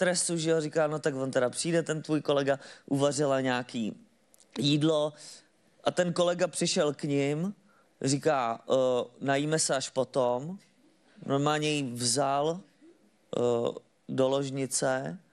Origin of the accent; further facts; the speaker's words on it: Trutnov, Hradec Králové Region, Czechia; moved away; nevím, jestli víte, kde je Trutnov. Je to ve východních Čechách. A dětství bylo takový, já ty lidi tam mám rád